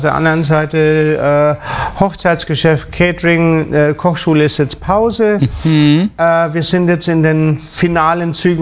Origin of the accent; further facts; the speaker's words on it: Creglingen, Baden-Württemberg, Germany; aus Kreglinger im Taubertal, wo ich herkomme, ursprünglich.